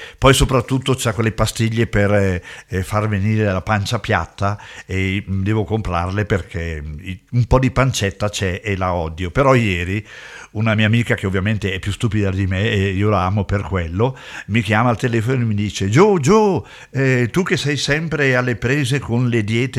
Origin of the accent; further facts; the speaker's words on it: Switzerland; sono anch'io uno straniero ed extracomunitario, essendo svizzero.